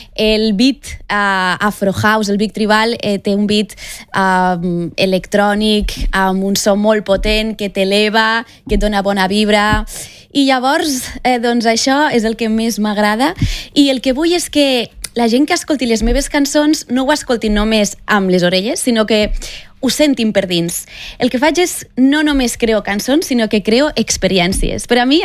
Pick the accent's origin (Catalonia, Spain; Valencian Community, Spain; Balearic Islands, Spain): Catalonia, Spain; Doncs sóc la catalana indígena perquè tinc ànima indígena, perquè sóc terra, estimo la natura, respecte als animals, i catalana perquè sóc catalana, el meu cor és català, estimo la meva terra